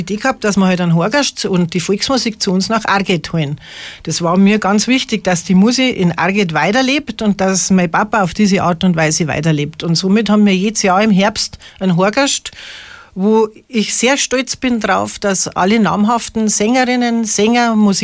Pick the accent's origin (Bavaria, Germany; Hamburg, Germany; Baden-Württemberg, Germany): Bavaria, Germany; Mittenwald; born there; ich bin geboren in Mittenwald, jetzt genau vor 60 Jahren, weil heuer wäre ich 60. Und ich habe heute noch eine sehr große Verbindung zu Mittenwald